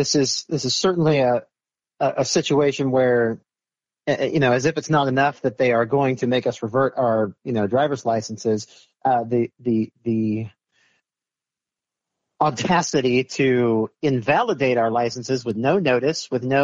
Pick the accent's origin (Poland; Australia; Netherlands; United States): United States; Kansas; This is my home state. I've lived here all but 2 years of my life, and yet every year since I've been living as a woman and having come out as transgender